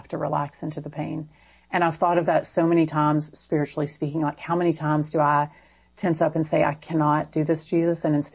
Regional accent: Texas, United States; So, I'm Texan. So it should have a pronunciation guide in there, but, there's an audio book too, if you want to hear that.

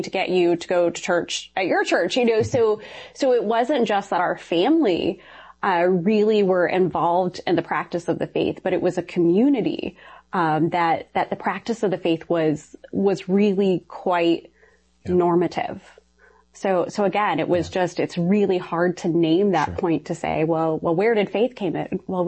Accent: Ohio, United States; born or raised there

